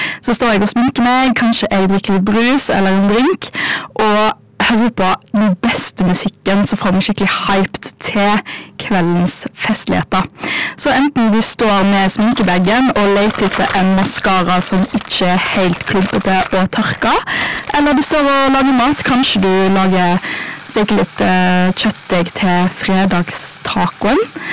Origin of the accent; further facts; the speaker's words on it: Bømlo, Vestland, Norway; Og det også basert på et gammelt uttrykk som mye brukt på Bømlo der jeg kommer fra, som å fjellga seg.